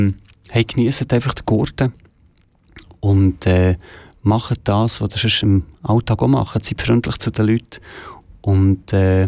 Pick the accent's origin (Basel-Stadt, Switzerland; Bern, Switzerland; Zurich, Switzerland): Zurich, Switzerland; Schlieren; weil ich bin in Schlieren aufgewachsen und denke immer hinten rauf.